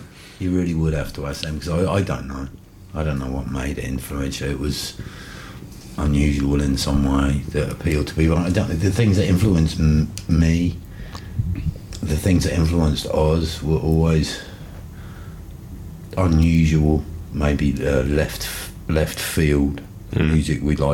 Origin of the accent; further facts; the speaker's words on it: Rugby, West Midlands, United Kingdom; same field where Lewis Carroll used to play rugby when he was a child in rugby. We went to school in my hometown.